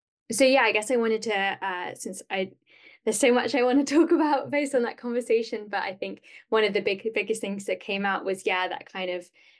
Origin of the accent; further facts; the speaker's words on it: England, United Kingdom; moved away as an adult; now in Canada; being an English person living in English speaking countries, that I am not really read as an immigrant at all. So though people are like interested that I'm from the UK